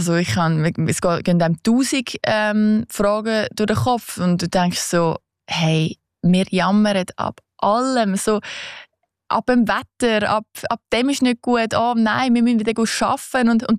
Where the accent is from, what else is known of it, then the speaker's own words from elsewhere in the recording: Switzerland; weil wenn du so als Schweizer in den Tee gehst und keine Ahnung hast, ja.